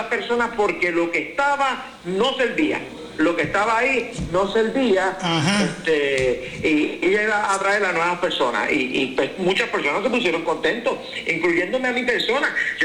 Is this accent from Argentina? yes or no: no; Puerto Rico; Nosotros como puertorriqueños nos emocionamos demasiado de mucho con muchas cosas